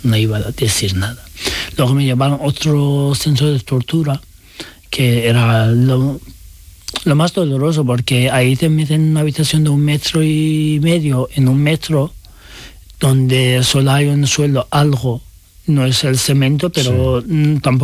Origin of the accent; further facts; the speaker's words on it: Turkey; Spanish is a second language; now in Spain; Y especialmente cuando eres inmigrante y LGBT, da igual que seas también turco, porque digo, soy turco y podía pasar más sí.